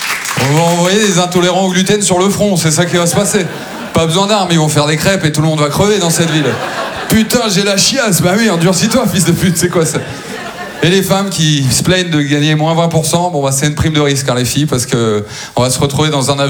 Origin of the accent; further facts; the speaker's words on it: Maubeuge, Hauts-de-France, France; born there; also born or lived in Aulnoye-Aymeries; J'ai grandi à Maubeuge, c'est la 7e ville la plus pauvre de France